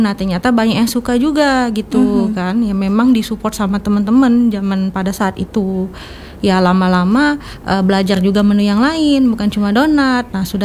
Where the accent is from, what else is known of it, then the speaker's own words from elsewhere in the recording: Palembang, South Sumatra, Indonesia; perkenalkan dulu … saya owner Aku Kiss. Saya tinggal di Palembang, udah dari kecil gitu.